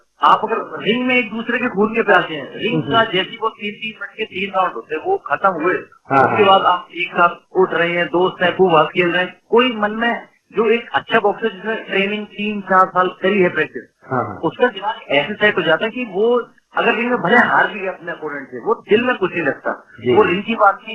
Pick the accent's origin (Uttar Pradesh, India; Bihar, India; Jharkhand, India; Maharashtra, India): Uttar Pradesh, India; Agra; also born or lived in Etawah; Basically father police में थे, तो आगरा ऐसे यहाँ पर पापा की पोस्टिंग थी। हम बेसिकली इटावा के रहने वाले हैं, तो फिर यही हमारी सारी स्कूलिंग हुई है